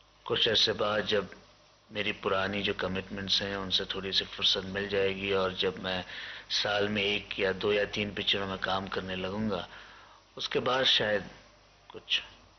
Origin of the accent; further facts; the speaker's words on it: Surat, Gujarat, India; मैं सूरत का रहने वाला हूँ, गुजरात का।